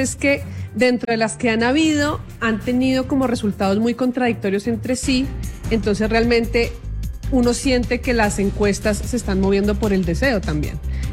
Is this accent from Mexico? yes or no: no; Colombia; Es como que como colombianos nos están preguntando de qué lado se siente más seguro